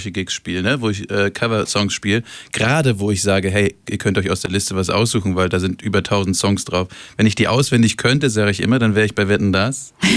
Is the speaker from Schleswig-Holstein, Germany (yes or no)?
yes; Flensburg, Schleswig-Holstein, Germany; born there; also born or lived in Hamburg; now in Schleswig-Holstein, Germany; ich komme gebürtig aus Flensburg, das möchte ich immer dazu sagen. Ich bin kein Hamburger, jetzt sowieso nicht mehr.